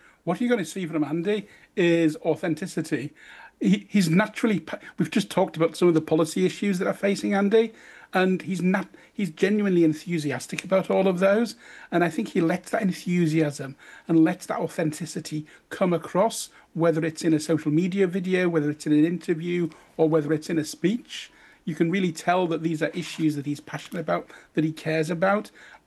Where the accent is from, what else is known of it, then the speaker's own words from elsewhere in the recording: England, United Kingdom; You know, I'm not somebody from the Westminster bubble. I'm from the north. I'm based in Leeds.